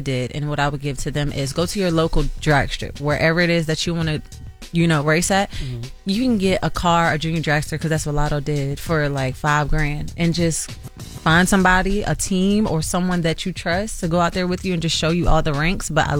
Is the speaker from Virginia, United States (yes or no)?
yes; Virginia, United States; Yes, I'm from Virginia.